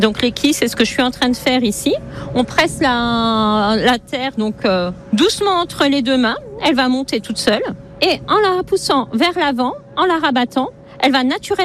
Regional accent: Grand Est, France; je suis originaire du côté de Saint-Avold

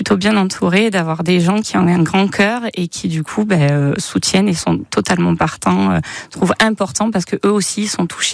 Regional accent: Nîmes, Occitanie, France; born there; now in Dordogne, France; Je viens du milieu rural, alors je suis pas du secteur du tout. Moi, je suis née à Nîmes. Mais c'est vrai que la Dordogne m'a accueillie à bras ouverts

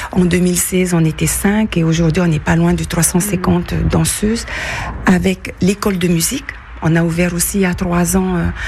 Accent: Windward Islands, French Polynesia; now in Toulouse, France; Je viens de la Polynésie française et je suis originaire de l'île de Mouria, qui est l'île sœur de Tahiti. Quand on prend le ferry, ben c'est à 30 minutes.

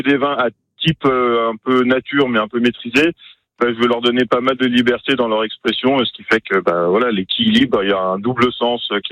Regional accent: France; moved away as an adult; now in Anthy-sur-Léman, France; j'ai déménagé à Antilles parce que je suis originaire de Plaisy, parce que ma femme est de Antilles

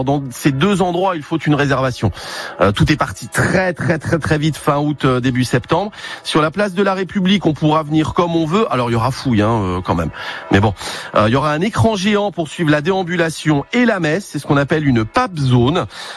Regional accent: Grand Est, France; chez nous en Lorraine.

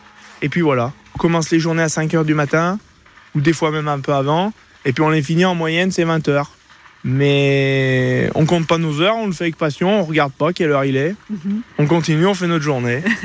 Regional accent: Quaix-en-Chartreuse, Auvergne-Rhône-Alpes, France; Quai, pour moi, je suis né là, de toute façon. Ça fait maintenant 26 ans que je suis à Quai.

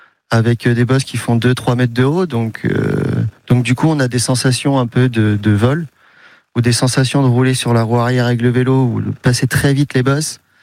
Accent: Brittany, France; now in Anglet, France; Oui, moi je viens de la Bretagne

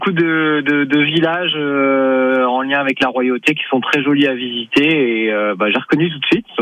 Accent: Compiègne, Hauts-de-France, France; Je suis originaire de Compiègne

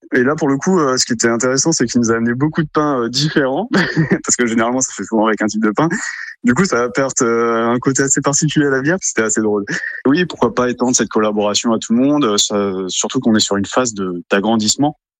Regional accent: Hauts-de-France, France; On a la blonde belge, parce qu'on vient du Nord avec mon associé

